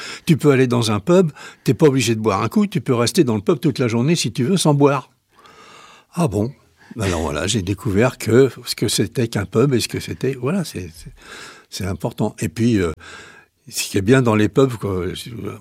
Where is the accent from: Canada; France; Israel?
France; Nantes, Pays de la Loire; Eh ben, je suis nantais, oui.